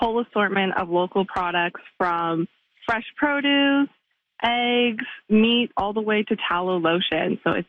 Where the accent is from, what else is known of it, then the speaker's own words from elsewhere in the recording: Calgary, Alberta, Canada; Yeah, so I'm from Calgary. I didn't grow up on the farm. I grew up in the city